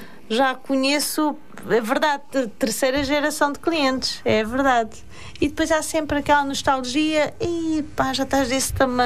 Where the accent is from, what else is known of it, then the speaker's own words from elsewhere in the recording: Mafra, Lisbon, Portugal; born there; moved away; also born or lived in her home village (unnamed); Cá em Mafra, foi cá que os meus pais construíram raízes e vivi 8 anos em Mafra ainda. Ainda consegui viver cá em Mafra 8 anos e, entretanto, fui para a minha aldeia.